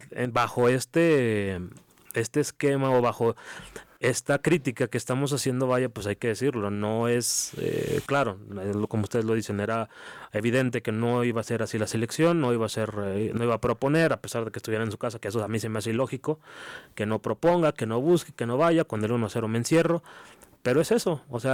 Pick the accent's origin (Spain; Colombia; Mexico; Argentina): Mexico; como mexicano lo decimos